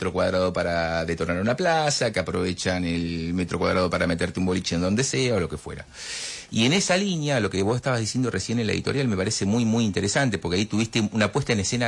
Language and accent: Spanish; Mar del Plata, Buenos Aires Province, Argentina; moved away as an adult; now in Buenos Aires, Argentina; Yo soy de Mar del Plata, vine a vivir a Buenos Aires hace 20 años.